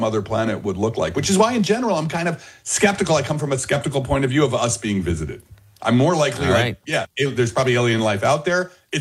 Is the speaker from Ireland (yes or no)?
no; Belleville, New Jersey, United States